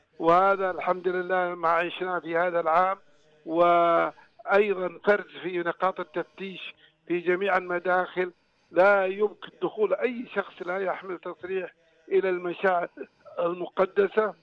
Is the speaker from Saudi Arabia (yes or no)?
yes; Saudi Arabia; في ظل ولله الحمد الأمن والأمان الذي نعيشه في بلادنا المملكة العربية السعودية